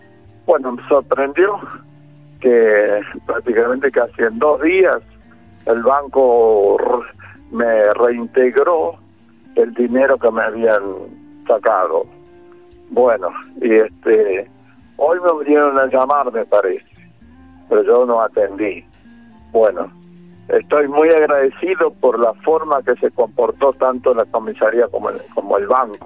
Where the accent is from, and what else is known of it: Caseros, Buenos Aires Province, Argentina